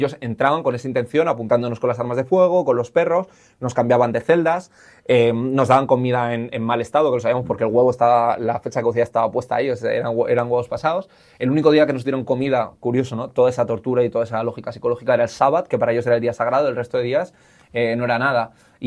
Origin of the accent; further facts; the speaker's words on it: Spain; los españoles en general, porque fuimos una de las últimas nacionales en ser repatriadas